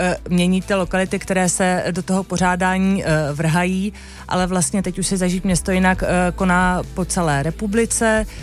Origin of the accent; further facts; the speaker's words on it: Pardubice, Pardubice Region, Czechia; moved away; já jsem teda původně z Pardubic